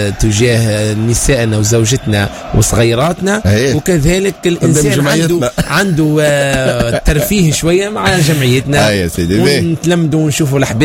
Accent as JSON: {"language": "Arabic", "country": "Tunisia"}